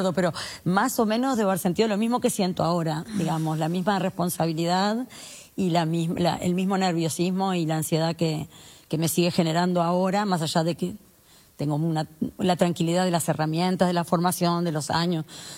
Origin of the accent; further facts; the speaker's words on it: Punta del Este, Maldonado, Uruguay; Soy de Punta del Este.